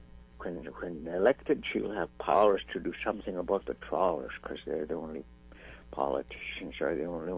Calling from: Kasigluk, Alaska, United States; I'm calling from Kasiguk

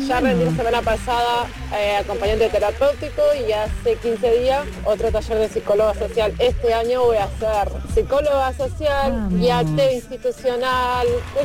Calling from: Virrey del Pino, Buenos Aires Province, Argentina; de Virrey del Pino.

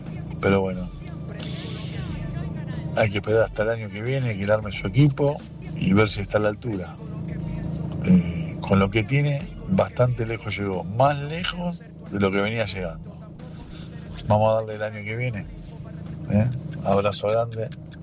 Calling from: Ciudadela, Buenos Aires Province, Argentina; de Ciudadela

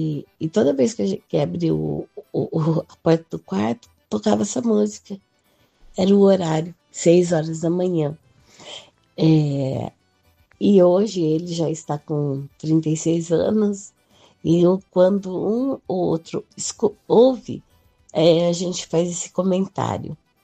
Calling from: São Paulo, Brazil; sou do interior de São Paulo.

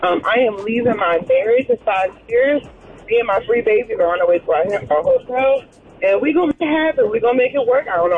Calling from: Richmond, United States; I'm calling from Richmond.

